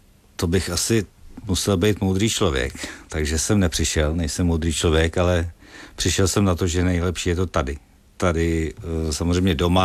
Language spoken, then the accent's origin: Czech; Želeč, South Bohemian Region, Czechia; Z České republiky musím říct, že jsem jel od Tábora a musím říct, že jsem jel ze Želče u Tábora